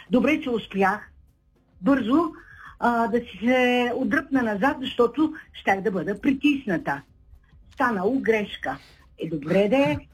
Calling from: Shumen, Shumen Province, Bulgaria; Здравейте, господин Герковски … от Шумен.

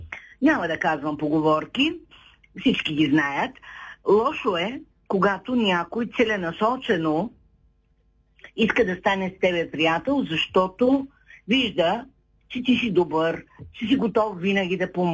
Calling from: Shumen, Shumen Province, Bulgaria; Здравейте, госпожо Денева … от Шумен.

